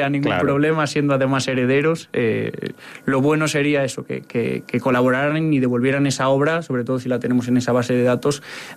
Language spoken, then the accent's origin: Spanish; Villalpando, Castile and León, Spain; Yo vengo de Villalpando